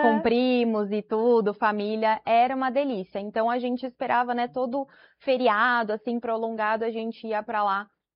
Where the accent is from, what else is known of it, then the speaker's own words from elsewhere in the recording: Limeira, São Paulo, Brazil; born there; Então, eu nasci em Limeira, interior de São Paulo.